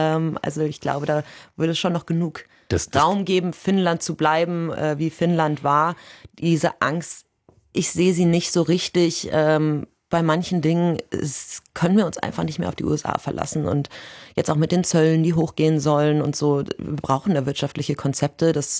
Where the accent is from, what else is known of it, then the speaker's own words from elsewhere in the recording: Bavaria, Germany; Ich meine Semmeln. Ich bin aus Bayern.